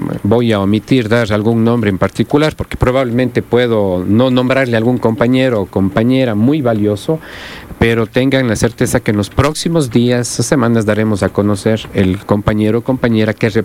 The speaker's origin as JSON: {"language": "Spanish", "country": "Ecuador", "said": "perdimos como ecuatorianos"}